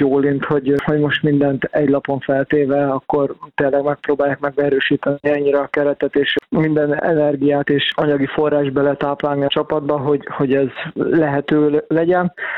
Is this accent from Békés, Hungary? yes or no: yes; Gyula, Békés, Hungary; Igen, nekem ugye én itt születtem, itt kezdtem a pályafutásomat, gyerekkoromban 12 éves koromig itt fociztam, nekem az egész családom gyulai kötődés, meg itt vannak a szüleim